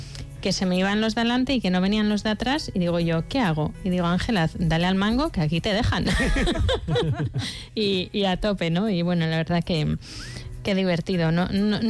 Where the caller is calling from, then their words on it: Irún, Basque Country, Spain; somos de Irún, San Sebastián, Guipúzcoa